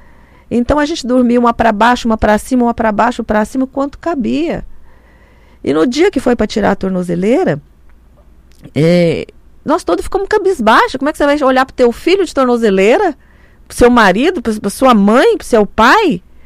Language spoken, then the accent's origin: Portuguese; Goiás, Brazil; Eu sou do interior de Goiás, eu nasci no interior de Goiás, sou filho de pequenos produtores.